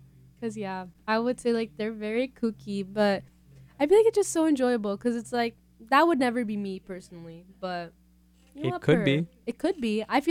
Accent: San Diego, California, United States; I'm from San Diego.

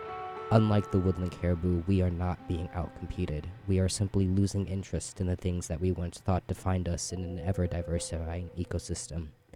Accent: United States; This is my home. This is where I am supposed to be. I am an American.

